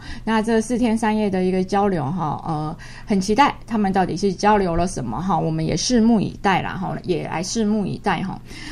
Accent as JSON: {"language": "Chinese", "country": "Taiwan", "said": "就是我们是台湾人，不是中国人"}